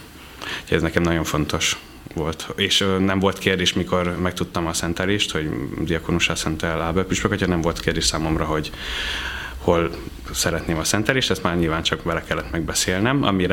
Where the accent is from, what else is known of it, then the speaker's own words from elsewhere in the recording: Nyíregyháza, Szabolcs-Szatmár-Bereg, Hungary; ott születtem, tehát Nyíregyháza Borbányán volt a diakónus szentelés